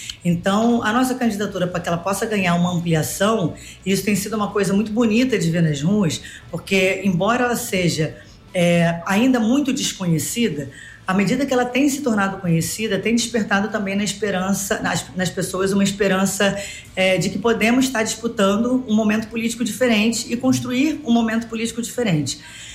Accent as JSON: {"language": "Portuguese", "town": "Maré", "region": "Rio de Janeiro", "country": "Brazil", "tie": "born or raised there"}